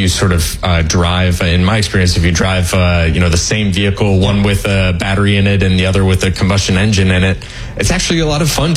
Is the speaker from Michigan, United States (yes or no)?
yes; Michigan, United States; I grew up in Michigan.